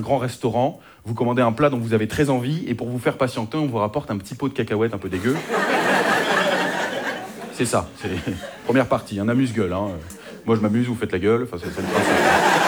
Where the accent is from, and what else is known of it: Hauts-de-France, France